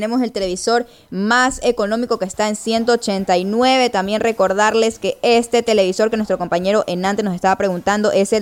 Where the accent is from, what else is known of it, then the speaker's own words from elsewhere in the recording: Manabí, Ecuador; Como buena manabita, como buena ecuatoriana.